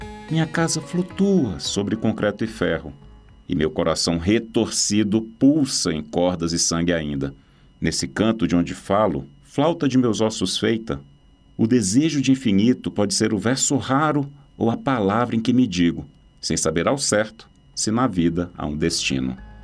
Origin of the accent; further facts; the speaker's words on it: Piauí, Brazil; Eu sou nordestino, sou do Piauí.